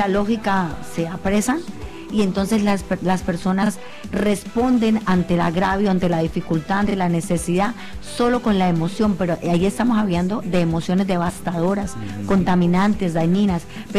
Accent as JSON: {"language": "Spanish", "town": "Sardinata", "region": "Norte de Santander", "country": "Colombia", "tie": "born there", "said": "Mis raíces son de Sardinata, norte de Santander."}